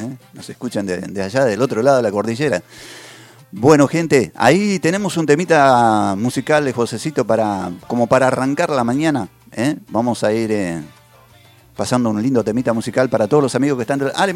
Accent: Argentina

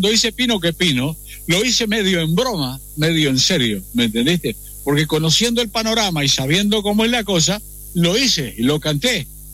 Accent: Tranqueras, Rivera, Uruguay; me crié ahí en Tranquera, en medio de los sandilleros

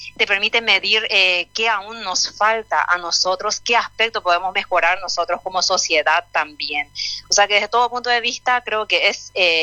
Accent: Paraguay; first language Guarani; Spanish is a second language; Yo tuve que comenzar a aprender, por ejemplo, el castellano, o sea, que mi lengua materna es el guaraní. Recién cuando migro a la ciudad, a los 15 años, yo migré para poder trabajar como todo joven migrante campo-ciudad en Paraguay.

